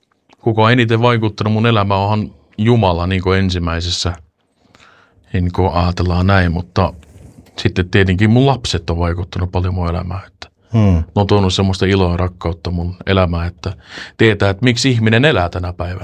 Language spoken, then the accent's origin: Finnish; Stockholm, Stockholm County, Sweden; now in Finland; Että siellä on syntynyt ja kasvanut.